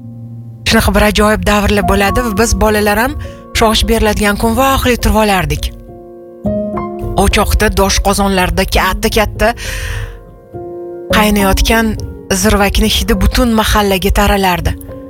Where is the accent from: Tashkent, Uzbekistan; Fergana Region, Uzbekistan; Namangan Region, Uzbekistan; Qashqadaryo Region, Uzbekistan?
Tashkent, Uzbekistan